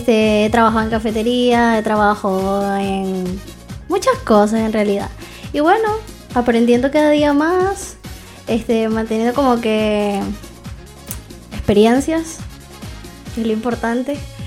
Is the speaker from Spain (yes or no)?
no; Venezuela; moved away as an adult; now in Chile; Soy venezolana, estoy en Chile hace probablemente casi un año.